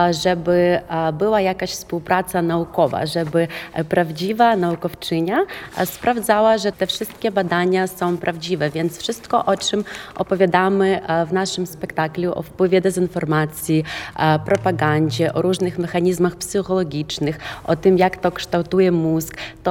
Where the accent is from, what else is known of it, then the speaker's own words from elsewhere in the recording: Ukraine; now in Berlin, Germany; Ja zajmuję się badaniami w Berlinie. Jestem neuronaukowczynią z Ukrainy, która pracuje w jednym z największych szpitali w Europie